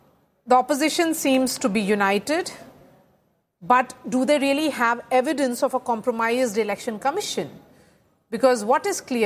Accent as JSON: {"language": "English", "region": "Bihar", "country": "India", "tie": "born or raised there", "said": "my home state of Bihar"}